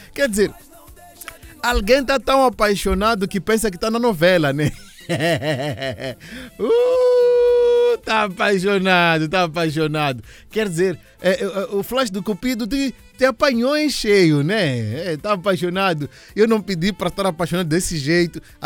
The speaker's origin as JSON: {"language": "Portuguese", "country": "Mozambique", "said": "Eu sou moçambicano, né?"}